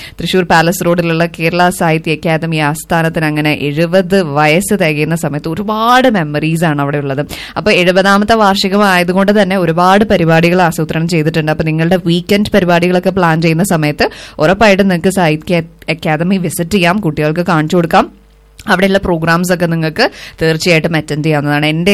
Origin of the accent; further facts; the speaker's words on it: Thrissur, Kerala, India; ഞാനൊരു തൃശ്ശൂർക്കാരിയാണ്